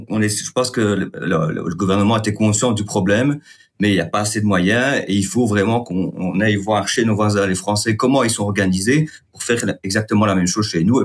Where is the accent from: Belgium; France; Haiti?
Belgium; et chez nous en Belgique, on n'a rien du tout